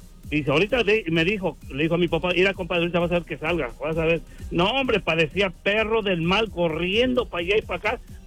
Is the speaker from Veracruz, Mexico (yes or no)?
no; Hidalgo, Mexico; Soy de Hidalgo y yo sé de eso.